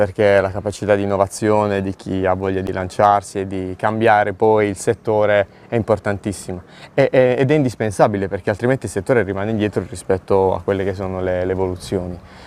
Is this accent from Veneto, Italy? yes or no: no; Massafra, Apulia, Italy; Io sono di Massafra